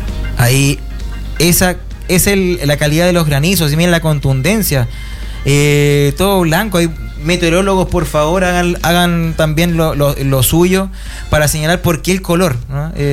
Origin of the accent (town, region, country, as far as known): Chile